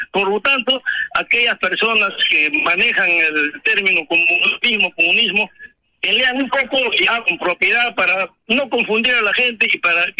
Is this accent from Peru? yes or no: yes; Coracora, Ayacucho, Peru; now in Lima, Peru; añoro a mi tierra Coracora, pero imaginariamente me transporto y a veces de gusto en Lima.